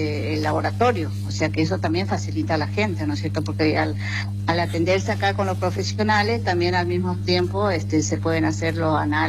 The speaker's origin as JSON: {"language": "Spanish", "town": "Eldorado", "region": "Misiones", "country": "Argentina", "said": "Yo soy de El Dorado"}